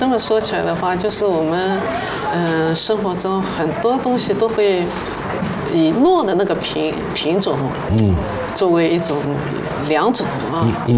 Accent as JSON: {"language": "Chinese", "town": "Hangzhou", "region": "Zhejiang", "country": "China", "said": "我们杭州人称这个小孩子很可爱，像糯米团子一样，叫糯嘟嘟啊"}